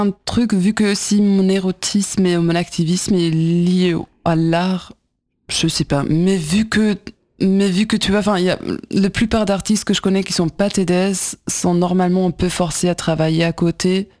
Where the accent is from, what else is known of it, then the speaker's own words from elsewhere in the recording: Germany; French is a second language; Je suis allemande, hein.